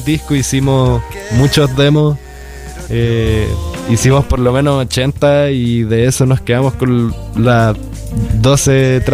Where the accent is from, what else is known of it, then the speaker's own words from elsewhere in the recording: Ñuñoa, Santiago Metropolitan Region, Chile; yo soy de Ñuñoa